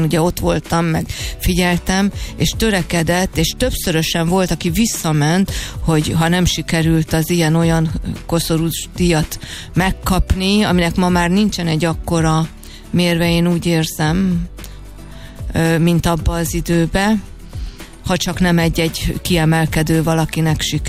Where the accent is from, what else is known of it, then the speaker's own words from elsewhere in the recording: Hungary; az egyedüli magyarországi aranykoszorús magyar nóta énekes voltam. Nem csak, hogy mint magyar aranykoszorús, hanem egyáltalán mint énekes Magyarországról.